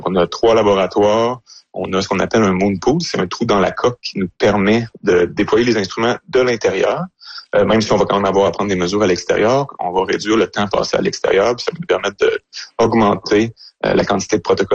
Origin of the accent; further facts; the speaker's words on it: Quebec, Canada; moi, je viens de l'Abitibi, donc je suis habitué